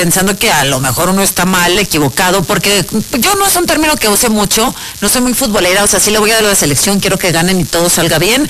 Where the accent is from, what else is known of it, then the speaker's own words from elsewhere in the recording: Mexico; ¿somos muy influenciables nosotros los mexicanos o en general?